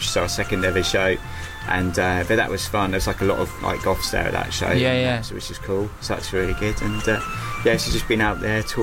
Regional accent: Isles of Scilly, South West England, United Kingdom; moved away; I'm originally from Scilly Isles.

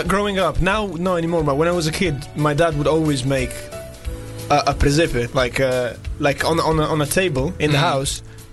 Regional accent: Bologna, Emilia-Romagna, Italy; moved away; And even like my hometown Bologna, the hometown of the three of us, is becoming more and more touristic.

